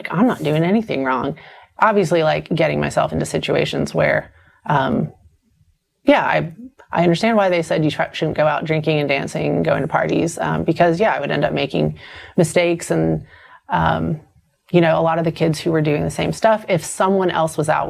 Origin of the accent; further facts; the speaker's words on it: the South, United States; growing up in the South